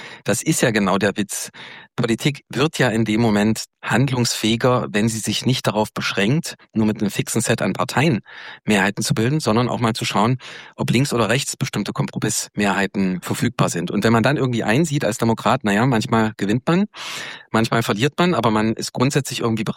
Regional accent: Germany; wir als Deutsche

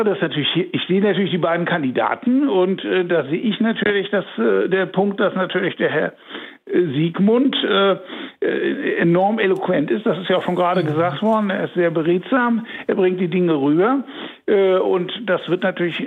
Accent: West Germany, Germany; Für mich ist das sehr wichtig, weil ich bin Bundesbürger, ich bin am Westen aufgewachsen, aber ich habe weitläufig Verwandte in der DDR gehabt und ich war sehr oft auch in der DDR.

